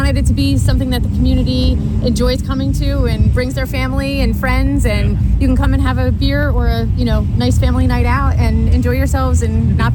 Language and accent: English; Toms River, New Jersey, United States; We grew up right in Tom's River